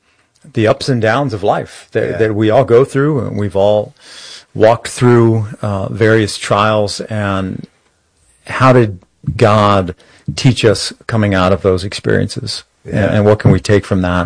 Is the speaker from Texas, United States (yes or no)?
yes; San Antonio, Texas, United States; I grew up here in San Antonio